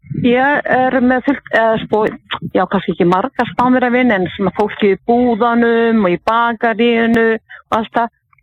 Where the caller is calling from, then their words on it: Torrevieja, Valencian Community, Spain; Torri Veka.